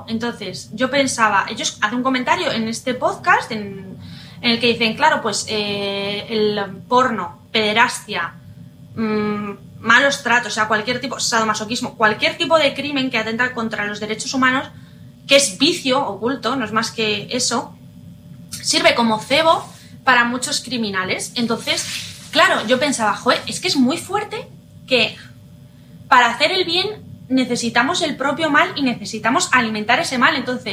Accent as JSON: {"language": "Spanish", "country": "Spain", "said": "¿y yo lo podría hacer como española o esto es solamente para ciudadanos americanos?"}